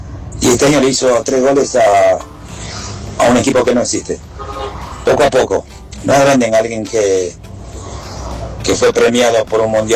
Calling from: Buenos Aires, Argentina; de Lugano.

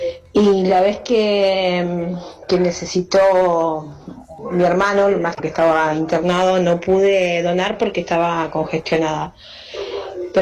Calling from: Llavallol, Buenos Aires Province, Argentina; de Lavallol

